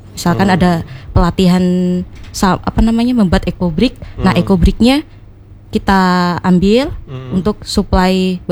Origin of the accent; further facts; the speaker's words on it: Banyuwangi, East Java, Indonesia; also born or lived in Bandung; Ya, kalau saya aslinya Banyuwangi.